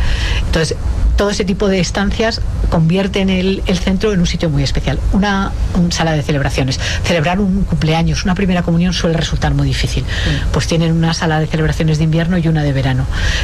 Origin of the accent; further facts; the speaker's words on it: León, Castile and León, Spain; Yo soy leonesa